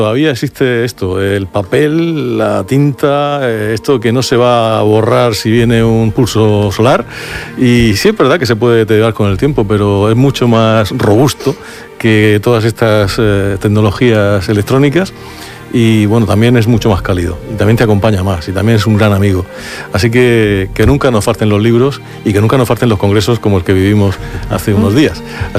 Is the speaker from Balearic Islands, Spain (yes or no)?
yes; Algaida, Balearic Islands, Spain; porque yo soy de Algaida y resulta que por lo que usted ha dicho, la casa de esta mujer estaba enfrente de la mía.